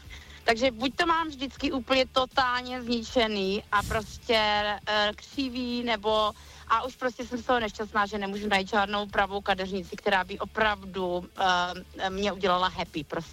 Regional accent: Šumperk, Olomouc Region, Czechia; also born or lived in United Kingdom; Já jsem ze Šumperka a ten přízvuk mám asi z toho důvodu, protože jsem dlouho žila v Británii a učím angličtinu, takže...

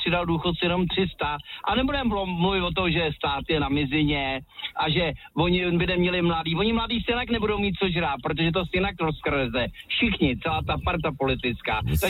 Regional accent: Prague, Czechia

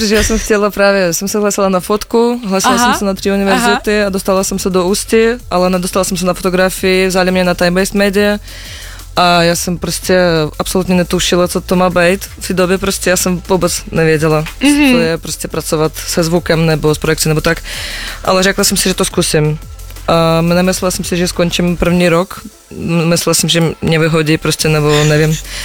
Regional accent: Belarus; now in Czech Republic; jsem z Běloruska, bydlím v Čechách 12 let

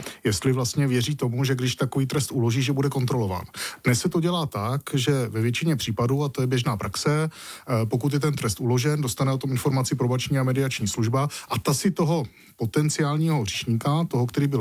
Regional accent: Brno, South Moravian Region, Czechia; now in Prague, Czech Republic

